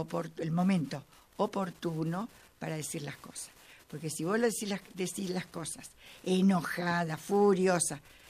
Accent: Rosario, Santa Fe, Argentina; moved away as an adult; now in Villa Ramallo, Argentina; Ya estaba casada a los 30 y fuimos a vivir a Paraíso. Yo soy de Rosario, de una zona

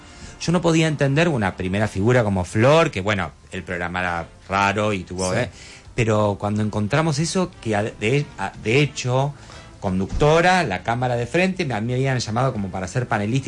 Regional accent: Buenos Aires, Argentina; born there; ¿De dónde nací? Sí. Acá, en Capital. ¿En Caballito.

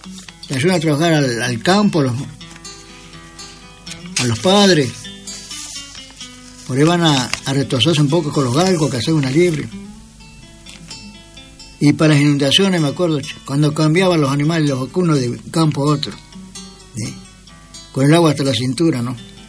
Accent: Mendoza, Argentina; soy mendocino, una cueca, ¿eh?

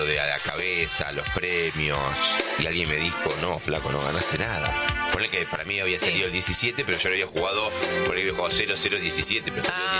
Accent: Buenos Aires, Argentina; yo no puede ser que sea un argentino bastante tanguero como porteño

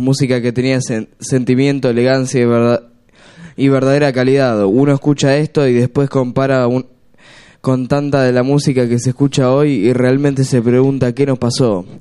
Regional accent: Buenos Aires, Argentina; Yo nací y me crié en San Telmo, en un barrio donde el tango se respiraba en cada esquina y formaba parte de la vida cotidiana.

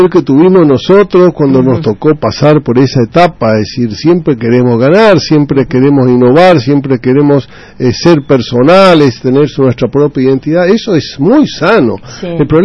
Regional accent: Clorinda, Formosa, Argentina; yo no aprendí cuando nací y viví en Clorinda, hace 70 años.

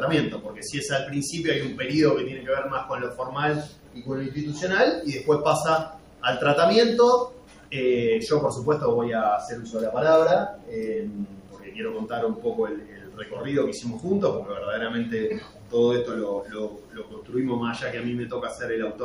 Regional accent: Pehuajó, Buenos Aires Province, Argentina; soy diputado de la provincia de Buenos Aires, soy de Pehuajó, cuarta sección electoral

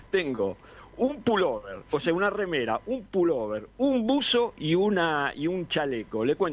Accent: Buenos Aires, Argentina; born there; also born or lived in Chaco; now in Mar del Tuyú, Argentina; Yo no soy chaqueño, nací en Buenos Aires, viví 17 años junto con mi esposa en Chaco.

